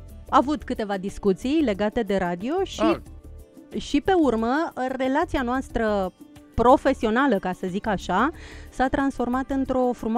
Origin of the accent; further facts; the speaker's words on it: Moldavia, Romania; accent: Moldavian; Simt că nu am scăpat de accent. Simt lucrul acesta. Și când sunt în preajma moldovenilor, am senzația că trădez. Că trădez. Că trădez dacă nu vorbesc moldovenește.